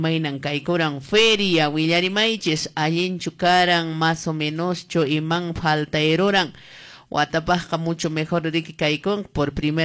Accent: Cusco, Peru; Porque siendo chumbivilcano, siendo cusqueño. Ni siquiera conocemos algunos, ¿no?

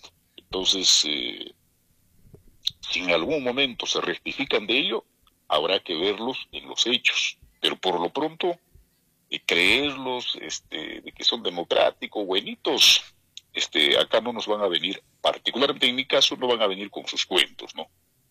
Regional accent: Peru; Hay que seguir trabajando como peruanos

